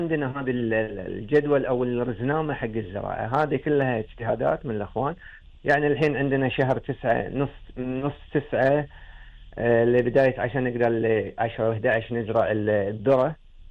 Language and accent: Arabic; Kuwait; عندنا في الكويت